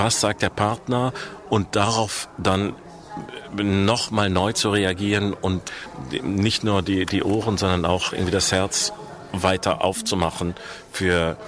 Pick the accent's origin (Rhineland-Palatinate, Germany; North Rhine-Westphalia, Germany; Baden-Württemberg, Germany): North Rhine-Westphalia, Germany; Essen; born or raised there